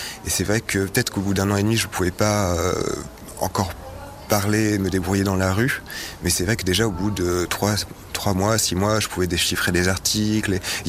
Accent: Bordeaux, Nouvelle-Aquitaine, France; la première fois que j'ai eu un cours de tchèque, c'était dans ma ville natale à Bordeaux.

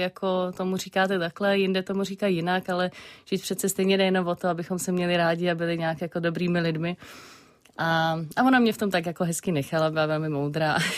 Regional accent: Prague, Czechia; jsem vyrostla v Praze, nějak nemám ani vlastně nějakou jako tradiční víru převzato od prarodičů nebo tak.

